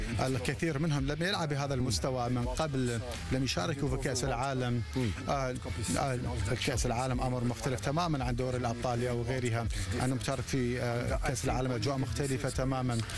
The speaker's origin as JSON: {"language": "Arabic", "country": "Morocco", "said": "أنا خاصة كمغربي، أنا أعشق بلادي"}